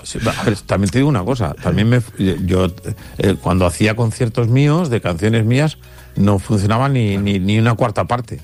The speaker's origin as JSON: {"language": "Spanish", "town": "Pamplona", "region": "Navarre", "country": "Spain", "said": "en mi tierra, en Pamplona"}